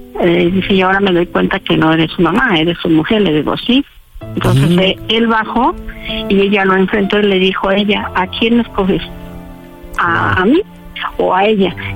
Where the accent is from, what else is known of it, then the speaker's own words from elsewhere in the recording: Nezahualcóyotl, State of Mexico, Mexico; Yo soy del municipio de Nezahualcóyotl, Valle de Aragón, primera sección.